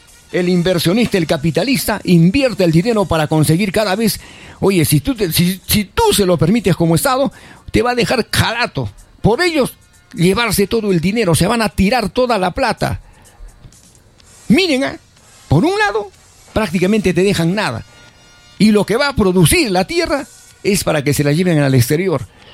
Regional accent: Peru; ¿De qué somos dueños los peruanos el día de hoy?

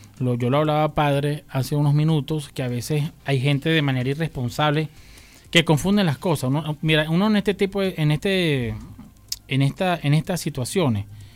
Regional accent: Venezuela; como primero como venezolanos

